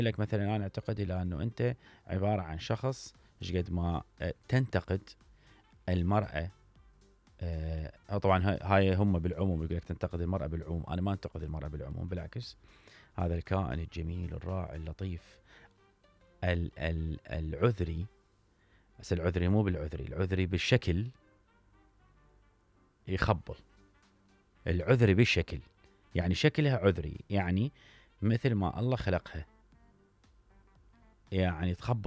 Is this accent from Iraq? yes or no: yes; Iraq; بالمناسبة هاي مرحلة التخيل واحنا نحب هاي المنطقة كعراقيين نحب هاي منطقة التخيل